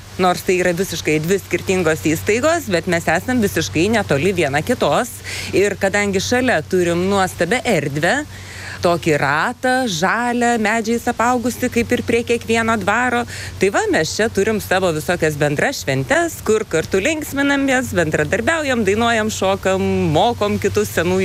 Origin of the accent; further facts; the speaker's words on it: Telšiai, Telšiai County, Lithuania; accent: Samogitian; now in Tryškiai, Lithuania; aš esu grįna žemaitė. Aš esu iš Žemaitėjų susins iš Telšių.